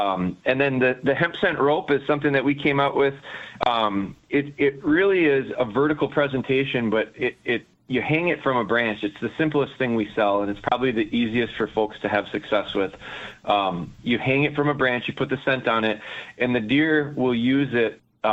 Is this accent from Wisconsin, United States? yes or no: yes; Rhinelander, Wisconsin, United States; I'm from Rhinelander originally.